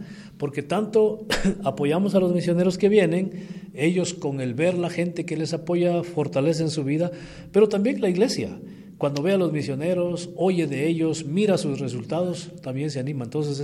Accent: Guatemala; Tal vez porque vinimos de un tema, de un contexto de sufrimiento, de guerra, de todo eso. Entonces el guatemalteco se acomoda.

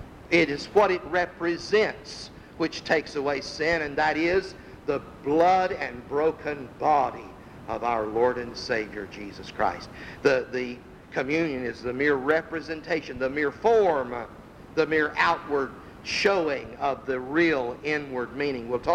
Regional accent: North Carolina, United States; I come from North Carolina, in case you can't tell.

